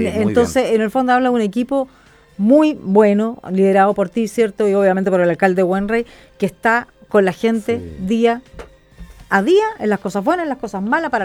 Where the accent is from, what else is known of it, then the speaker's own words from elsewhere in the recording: Osorno, Los Lagos, Chile; Yo soy osornina